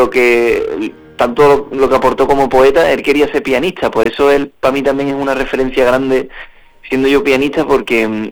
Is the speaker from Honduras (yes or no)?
no; Utrera, Andalusia, Spain; Estoy por aquí estos días por Sevilla, por mi tierra, por Utrera.